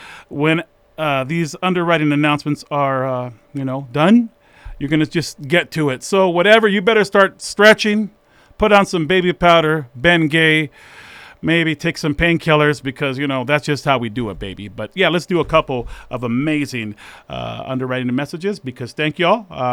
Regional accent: San Jose, California, United States; now in Idaho, United States; I come from the Bay. I come from San Jose, but I've called Idaho my home for over 20 plus.

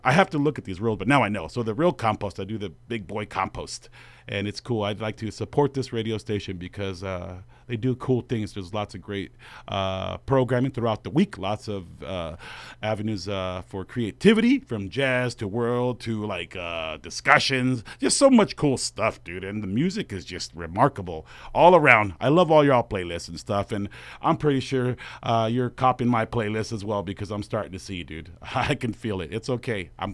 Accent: West Coast, United States; I'm from the West Coast, baby.

